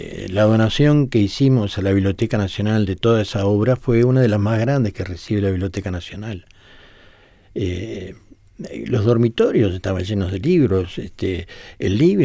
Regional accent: Montevideo, Uruguay; born or raised there

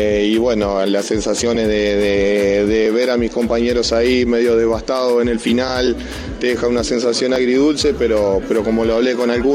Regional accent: Uruguay; somos uruguayos

